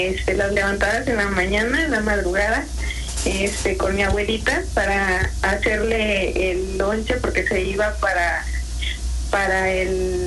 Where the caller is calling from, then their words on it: Ciudad Victoria, Tamaulipas, Mexico; De aquí, de Ciudad Victoria.